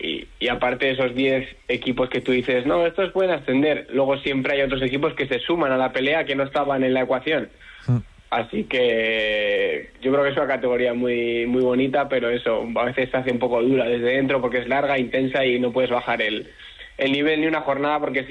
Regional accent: Bilbao, Basque Country, Spain

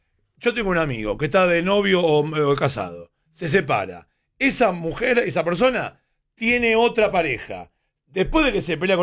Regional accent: Argentina; nosotros, los argentinos.

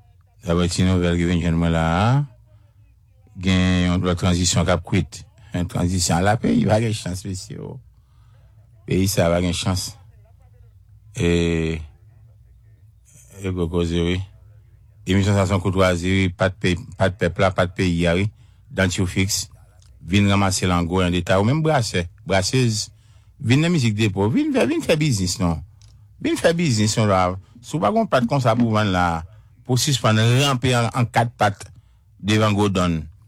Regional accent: Haiti; now in United States; moi me solidariser en tant qu'haïtien, américain

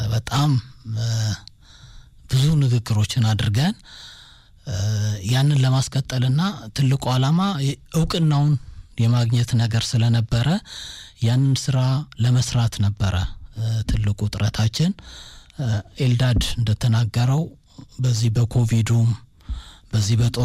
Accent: Kechene, Addis Ababa, Ethiopia; ቀጨኔ ከሚኖረው እኔ አሁን ቀጨኔ ነው ተወልጄ ያደኩት።

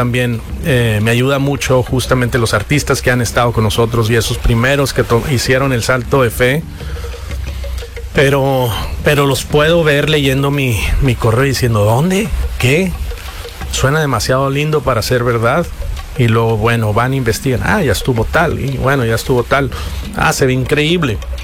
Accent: Tijuana, Baja California, Mexico; now in Los Cabos, Mexico; yo crecí en Tijuana, entonces conocí a parte de la Baja.

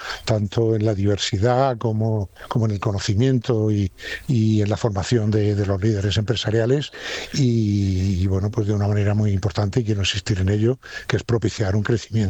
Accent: Region of Murcia, Spain; puedo serle útil al círculo y a mi tierra, a mi gente, a las empresas y también a los habitantes de la región de Murcia.

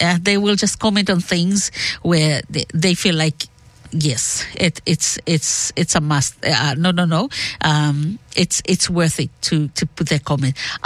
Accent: Malaita, Solomon Islands; we come from Kwara Island Malaita

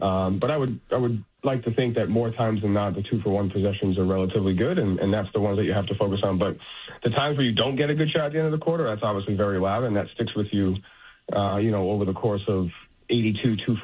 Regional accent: New England, United States; we're all from New England. We all grew up being short being relatively a-holes

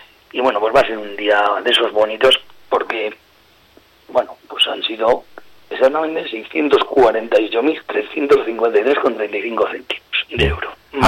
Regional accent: La Rioja, Spain; los que somos riojanos y tenemos tanta cercanía hacia nuestros vecinos

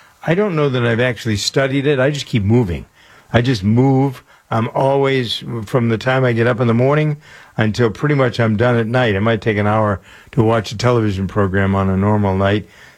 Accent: Framingham, Massachusetts, United States; I have one street in my hometown of Framingham, Massachusetts, that has five, count them, one, two, three, four, five chicken restaurants.

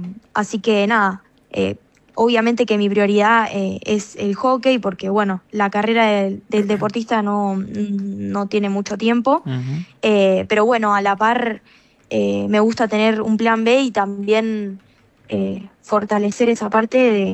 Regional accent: Argentina; nosotros como argentinos

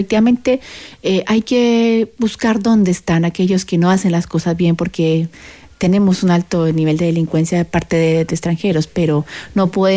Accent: Medellín, Antioquia, Colombia; now in Chile; Yo soy de la ciudad más linda del mundo. Adivine, Medellín

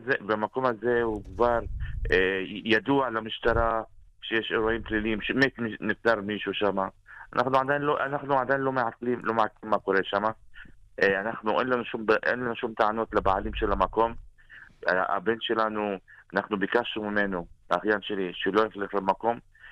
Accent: Haifa, Haifa District, Israel; אנחנו, החיפאים המקוריים, מכירים אחד את השני

